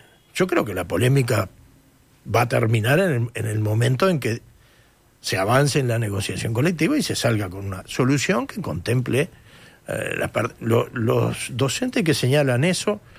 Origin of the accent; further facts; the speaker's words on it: Lavalleja, Uruguay; yo soy del departamento de La Valleja.